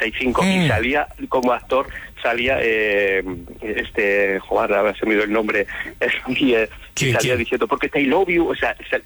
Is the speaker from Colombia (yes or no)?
no; Castile and León, Spain; now in Alcalá, Spain; mira, estoy en Alcalá, es un culebrón ya en sí, pero yo soy de Trotro de Guevara, de Burgos, y te mando un saludo de nuestra tierrilla.